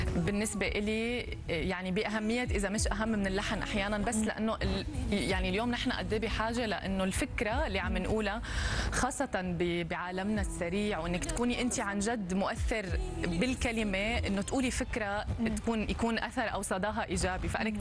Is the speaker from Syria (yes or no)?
yes; Syria; first language Arabic; فأنا سورية